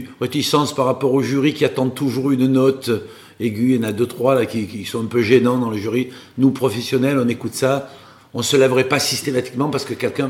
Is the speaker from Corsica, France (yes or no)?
yes; Corsica, France; Tu sais, chez moi, en Corse, on dit « Oh, il chante bien, il chante fort